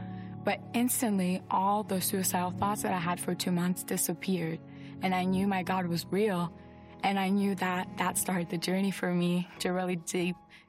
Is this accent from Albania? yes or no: yes; Albania; I said, what? I'm from Albania. And I share a little bit of my story.